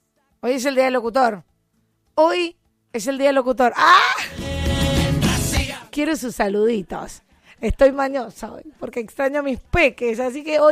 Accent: Argentina; Hoy somos todos Argentina

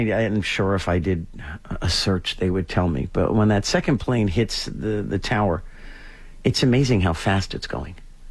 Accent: Rhode Island, United States; I grew up in Rhode Island, so we flew out of Logan all the time.

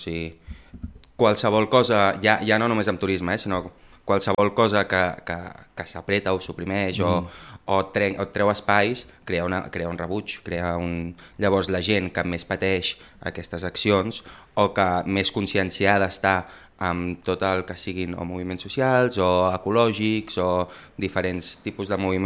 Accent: Sabadell, Catalonia, Spain; moved away as an adult; now in Barcelona, Spain; jo m'he mogut molt per Barcelona des que tinc 18 anys, però hi visc només des de fa 2, perquè soc de Sabadell, però sí que he fet vida a Barcelona des que tinc els 18 anys.

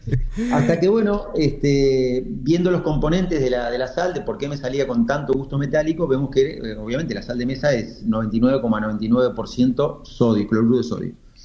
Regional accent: San Pedro, Buenos Aires Province, Argentina; soy de San Pedro, como bien dijiste

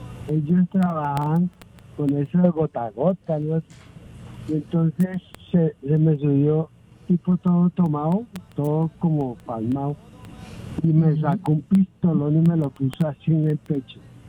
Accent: Ibagué, Tolima, Colombia; also born or lived in Girardot; Vivía ya harto tiempo, soy de Ibagué

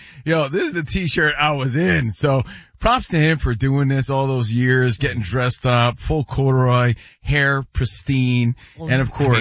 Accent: Union, New Jersey, United States; I'm from New Jersey, Union, New Jersey.

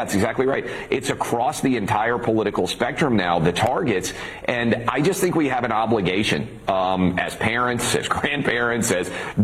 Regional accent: United States; Harris, when you and I grew up in America, it was pretty unified.

